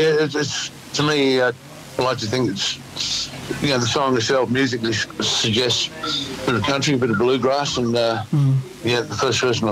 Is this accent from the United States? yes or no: no; Alice Springs, Northern Territory, Australia; I was born and raised in Alice Springs, mm-hmm. and always maintained friendships there.